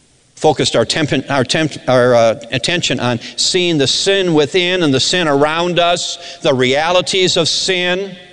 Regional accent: Midwest, United States; moved away; I grew up in the Midwest. It gets cold up there.

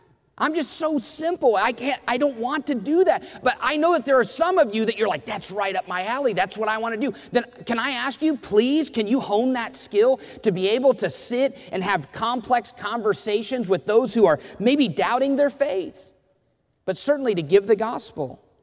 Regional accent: Indiana, United States; I grew up in Indiana, so my dad was a big Hoosier fan.

